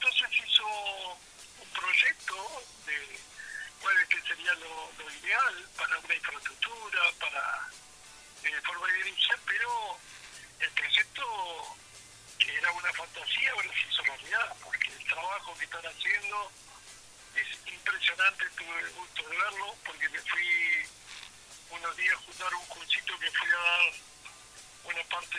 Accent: Punta Alta, Buenos Aires Province, Argentina; moved away

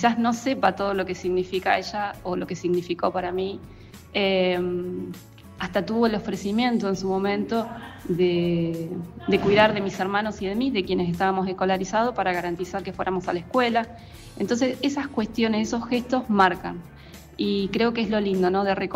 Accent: Río Negro, Argentina; Sí, me pasó en cuando vinimos a la región de Valle Medio, digamos, en realidad nosotros con mi familia vivíamos en Chuele, pero con mis hermanos veníamos a la escuela Luis Beltrán.

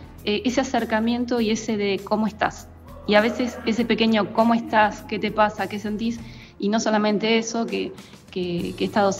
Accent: Río Negro, Argentina; born there; also born or lived in General Roca / Choele Choel; cuando vinimos a la región de Valle Medio, digamos, en realidad nosotros con mi familia vivíamos en Chuele

